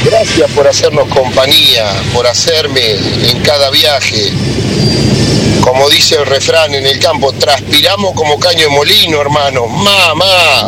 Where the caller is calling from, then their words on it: Marcos Paz, Buenos Aires Province, Argentina; camionero de Marcos Paz